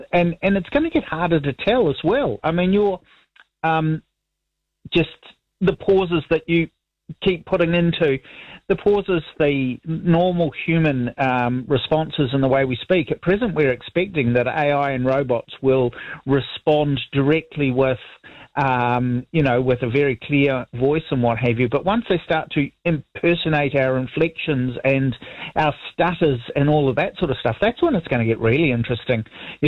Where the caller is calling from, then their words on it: Christchurch, Canterbury, New Zealand; Christchurch.